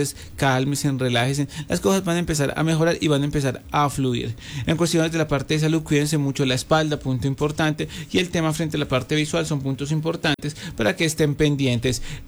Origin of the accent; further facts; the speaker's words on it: Colombia; tenemos más fuerte nuestra oración como ser, como colombianos